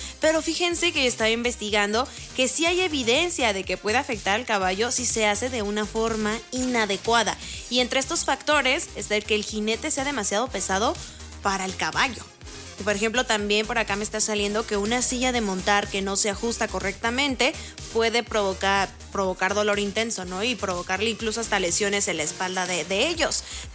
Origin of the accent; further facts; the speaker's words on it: Mexico; qué combinaciones tan raras de verdad que nosotros tenemos como mexicanos.